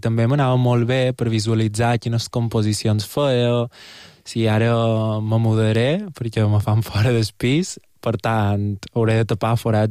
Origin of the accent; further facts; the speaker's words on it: Portocolom, Balearic Islands, Spain; Soc de Porto Colom i vaig molt a Saljà